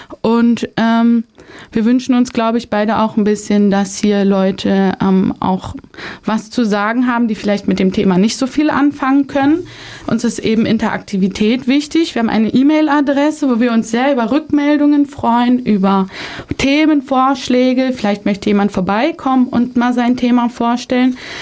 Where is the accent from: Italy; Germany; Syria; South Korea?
Germany; Eschwege, Hesse; ich komme aus Eschwege und ich sitze hier mit Helga.